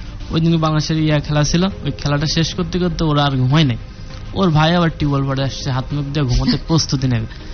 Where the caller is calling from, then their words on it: Magura, Khulna Division, Bangladesh; আমার বাড়ি মাগুরা